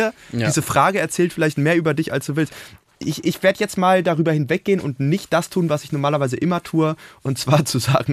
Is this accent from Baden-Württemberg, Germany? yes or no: no; Berlin, Germany; ich komme aus Berlin. Ich wohne seit 25 Jahren in Berlin.